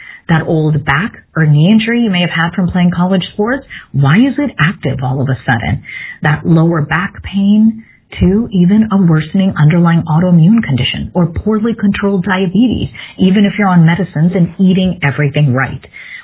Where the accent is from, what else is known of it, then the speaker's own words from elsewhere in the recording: Midwest, United States; growing up in the Midwest